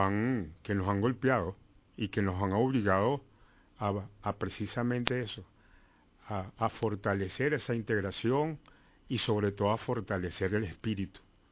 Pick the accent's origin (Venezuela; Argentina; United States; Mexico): Venezuela; así somos los venezolanos